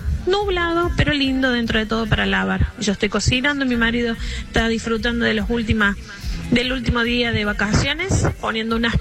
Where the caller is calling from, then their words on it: Los Cóndores, Córdoba, Argentina; de Los Cóndores … de Los Cóndores, Córdoba.